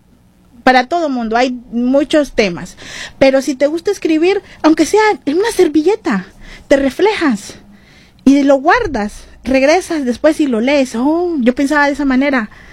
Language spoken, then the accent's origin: Spanish; Estelí, Nicaragua; Y somos de Estelí, Nicaragua, del norte.